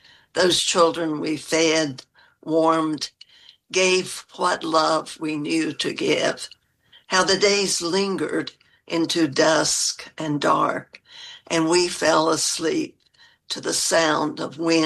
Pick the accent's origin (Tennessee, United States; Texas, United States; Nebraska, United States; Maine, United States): Tennessee, United States; Oak Ridge; also born or lived in Grant Town, West Virginia / southeastern Kentucky; now in East Tennessee, United States; So I grew up in Oak Ridge in Tennessee, though, because during the war, my dad was hired to work in one of the nuclear facilities. And so we came to Oak Ridge when I was six